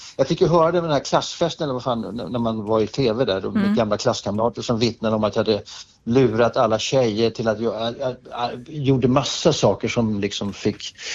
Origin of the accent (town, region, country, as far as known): Stockholm, Stockholm County, Sweden; born or raised there